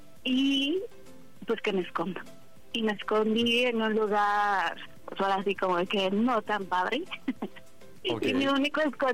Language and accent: Spanish; Mexico City, Mexico; Tengo 27 años, de la Ciudad de México.